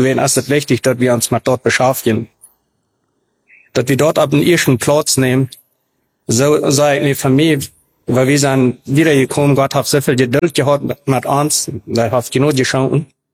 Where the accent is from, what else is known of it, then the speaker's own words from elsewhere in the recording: Paraguay; also born or lived in Mexico; Ich bin in Mexiko geboren und in 1973. Meine Eltern traten in Paraguay, als ich ein Jahr war. Wird immer ein Jahr. Bloß bin ich dann die meiste Zeit abgewachsen.